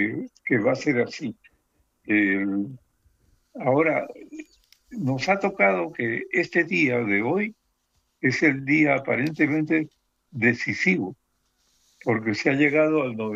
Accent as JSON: {"language": "Spanish", "region": "Lima", "country": "Peru", "tie": "born there", "also_born_or_lived": "Cuba", "moved": "yes", "said": "yo nací en Perú, en Lima."}